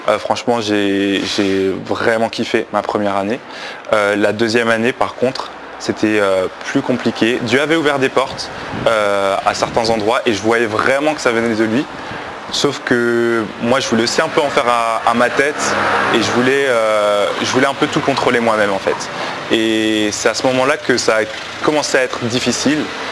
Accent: Belgium; Donc j'ai grandi en Belgique, du coup, voilà, j'ai eu une enfance assez normale avec ma famille qui est chrétienne

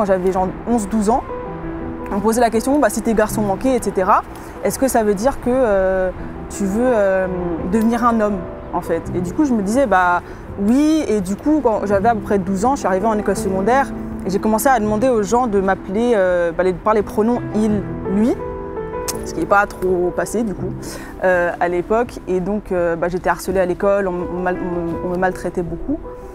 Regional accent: Switzerland; also born or lived in England; Je suis née en Suisse, d'une mère qui est moitié allemande, moitié anglaise, et d'un père qui est suisse. J'ai grandi un peu en Angleterre, un peu en Suisse.

